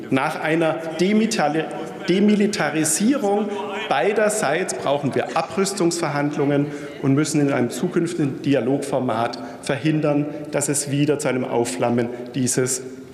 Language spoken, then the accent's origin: German; Germany; wir als Deutsche